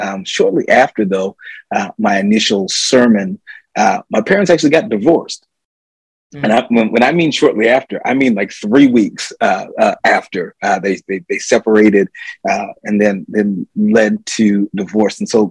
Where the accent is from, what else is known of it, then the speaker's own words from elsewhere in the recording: Ithaca, New York, United States; I am the youngest of 6 children, born and raised in Ithaca, New York.